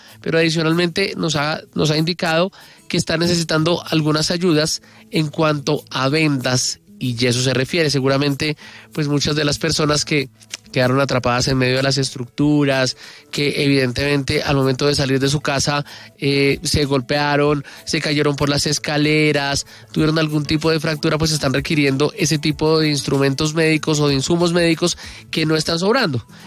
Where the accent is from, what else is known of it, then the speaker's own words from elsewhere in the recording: Colombia; porque todos somos colombianos y todos sentimos ese dolor